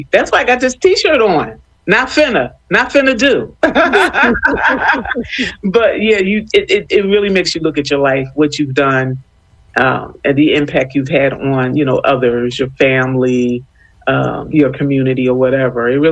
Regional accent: Philadelphia, Pennsylvania, United States; I grew up in North Philly, N-O-R-F, North Philly.

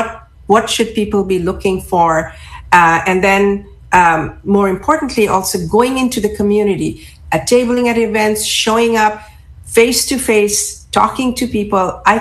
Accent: Philadelphia, Pennsylvania, United States; I'm not only a city council member, I'm a Philadelphian.

